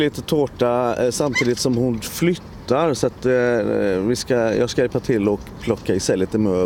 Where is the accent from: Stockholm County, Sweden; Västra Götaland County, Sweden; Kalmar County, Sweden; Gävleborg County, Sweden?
Västra Götaland County, Sweden; Kungälv; now in Gotland, Sweden; Jag är uppväxt i Romelanda egentligen utanför Kungälv. Men jag har tillbringat mycket tid i Kungälv. Mm. Så jag är härifrån.